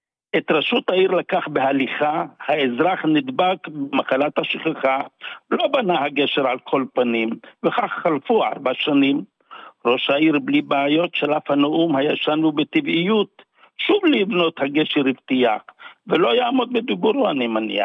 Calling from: Netanya, Central District, Israel

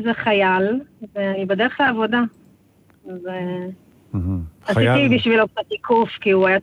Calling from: Dor, Haifa District, Israel

